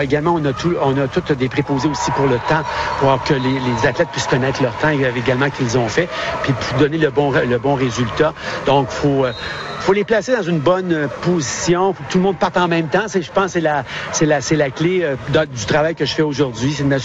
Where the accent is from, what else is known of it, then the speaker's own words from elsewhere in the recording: Quebec, Canada; moved away; Moi, je suis originaire du Québec.